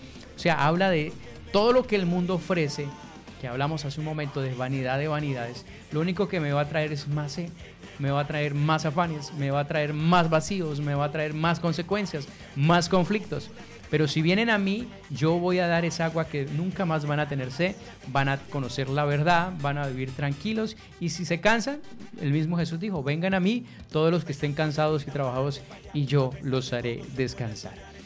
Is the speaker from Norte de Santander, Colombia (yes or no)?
yes; Cúcuta, Norte de Santander, Colombia